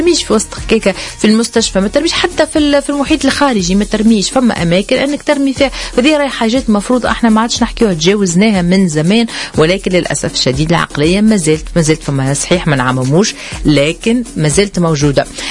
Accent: Tunisia; راهي بلادنا تونس متاعنا, نحن دارنا ديما نرجعوا دارنا الكبيره.

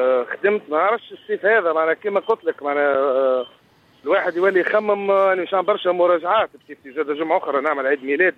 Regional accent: Kalaa Kebira, Sousse Governorate, Tunisia; كذلك عندنا في القلعة الكبرى زاد عندنا بعض العروض الممتازة في مسرح الدين معيوف والعرض الهندي امبارح،

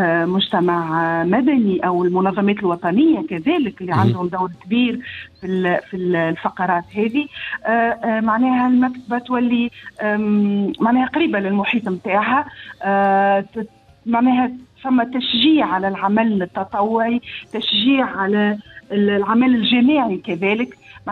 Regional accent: Tunisia; بلادنا تونس

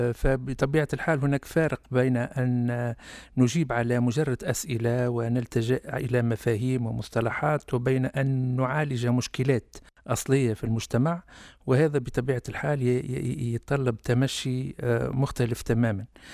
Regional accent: Tunisia; احنا في تونس تعودنا على الربط بين العلوم الاجتماعية والعلوم الإنسانية.

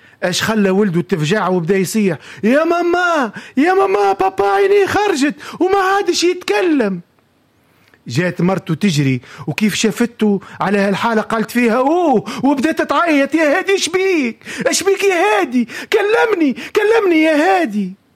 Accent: Tunisia; احنا تونسي

